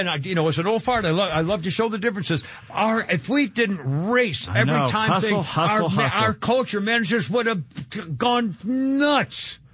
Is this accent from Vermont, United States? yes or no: yes; Rutland, Vermont, United States; born there; I was born in Rutland. Lived there for a month or two.